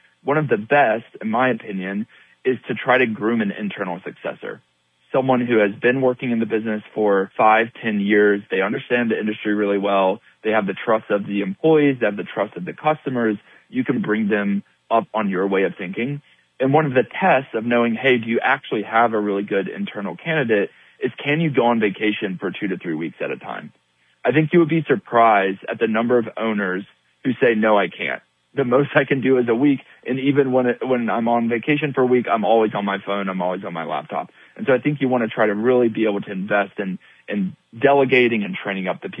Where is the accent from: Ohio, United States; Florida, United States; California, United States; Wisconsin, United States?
Wisconsin, United States; moved away as an adult; I was born and raised in Wisconsin and have been out in the D.C. area now for 21 years, if you can believe it.